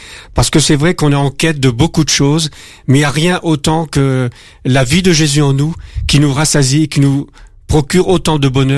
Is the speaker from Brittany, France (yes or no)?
no; Normandy, France; born there; je suis né en Normandie. Alors, je suis un jeune retraité de 62 ans.